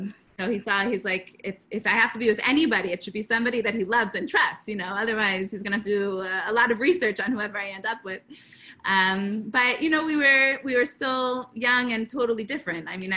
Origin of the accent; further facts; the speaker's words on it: Delaware, United States; So I'm actually from Delaware originally. This is where I grew up.